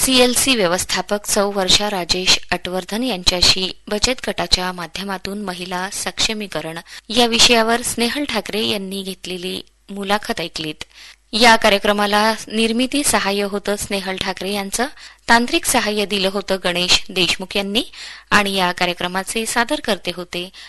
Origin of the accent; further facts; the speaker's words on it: Maharashtra, India; मी मेळघाटातून आलेली आहे जो अतिदुर्गम भाग आहे, तिथं सर्व व्यवसाय हा पर्यटकावरच अवलंबून असतो.